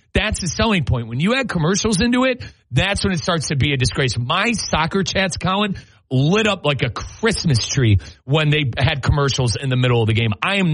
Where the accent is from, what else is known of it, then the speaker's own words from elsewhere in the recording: Midwest, United States; I'm from the Midwest.